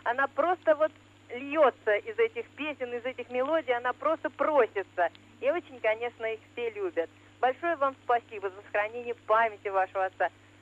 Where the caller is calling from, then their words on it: Moscow, Russia; я из Москвы.